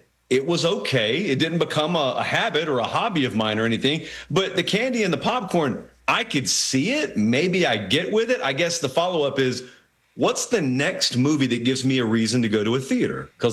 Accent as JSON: {"language": "English", "region": "the South", "country": "United States", "tie": "born or raised there", "said": "I grew up in the South. Okay. So the South is like peanuts in your Coke country, but I didn't know that."}